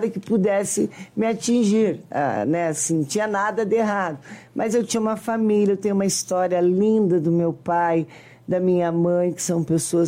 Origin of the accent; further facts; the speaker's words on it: São José dos Pinhais, Paraná, Brazil; born there; Eu nasci, moro em São José dos Pinhais